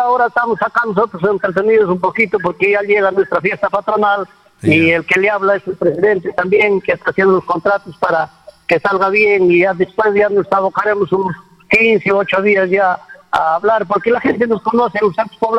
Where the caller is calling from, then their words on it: Peru; Yo ya estoy por los 62 años también y todavía me he ido para allá. Yo soy de Sócrates